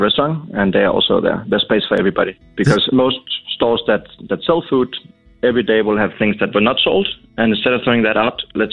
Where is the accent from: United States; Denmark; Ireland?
Denmark; now in South Africa; Denmark, but I lived here the last 6 years, and we think it's a great place to be in South Africa.